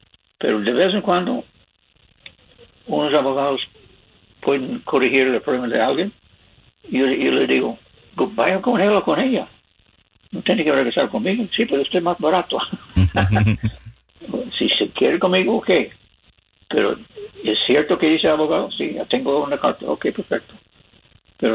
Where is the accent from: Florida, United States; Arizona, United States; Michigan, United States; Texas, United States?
Michigan, United States; Spanish is a second language; now in California, United States; yo nací aquí en California, pero fui criado en el estado de Michigan.